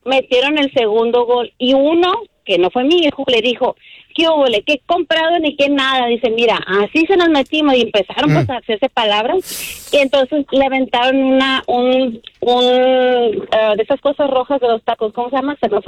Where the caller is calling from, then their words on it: San Diego, California, United States; aquí a San Diego.